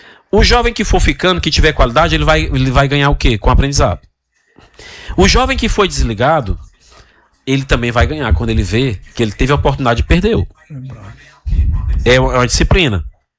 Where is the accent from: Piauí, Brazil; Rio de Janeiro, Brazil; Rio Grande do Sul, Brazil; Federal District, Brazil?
Piauí, Brazil; Teresina; Eu fui criado na Macaúba para a Vila da Paz, aqui em Teresina. 2 bairros simples.